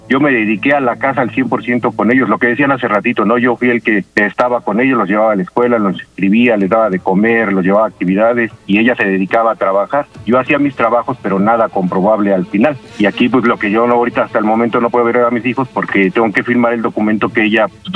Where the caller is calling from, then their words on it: Iztacalco, Mexico City, Mexico; De aquí, de Iztacalco.